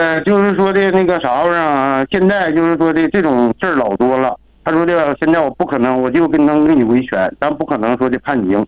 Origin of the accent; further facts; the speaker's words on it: Yadong, China; 我也是二龙旗亚东镇东兴村的。